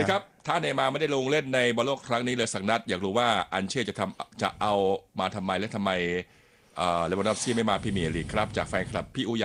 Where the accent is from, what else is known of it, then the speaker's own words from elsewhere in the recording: Isan, Thailand; เราอ่ะเป็นคนอีสาน